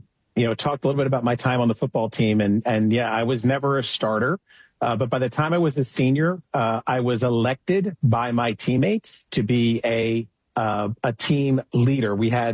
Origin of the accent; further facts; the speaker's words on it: Wilmington, Delaware, United States; also born or lived in Pennsylvania; So I grew up in Wilmington, Delaware, just over the state line of Pennsylvania. I've lived my life since in Pennsylvania in some fashion, right now in Delaware County.